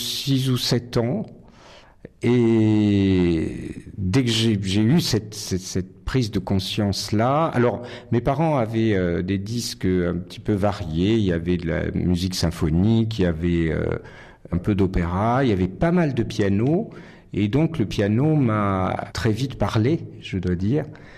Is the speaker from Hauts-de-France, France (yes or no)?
no; Nice, Provence-Alpes-Côte d'Azur, France; je suis né et j'ai grandi à Nice. Mes parents étaient niçois également, d'origine italienne. Comme mon nom l'indique, mes grands-parents sont arrivés de Toscane dans les années 1920.